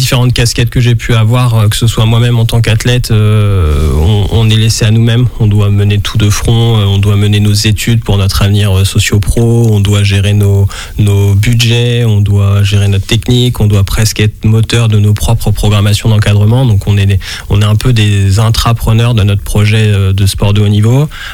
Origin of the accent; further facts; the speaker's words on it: Challans, Pays de la Loire, France; j'ai grandi à Chalon et j'ai découvert le milieu nautique, le milieu marin à Saint-Jean-de-Mont, la plage la plus proche.